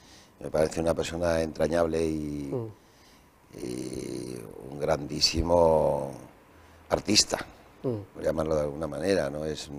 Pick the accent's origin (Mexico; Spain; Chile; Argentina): Spain; La Bañeza, Zamora, Castile and León; La Bañeza, en Zamora, en mi tierra.